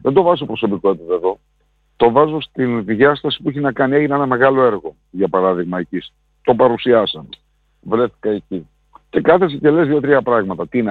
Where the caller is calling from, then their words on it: Central Macedonia, Greece; εδώ στη Χαλκιδική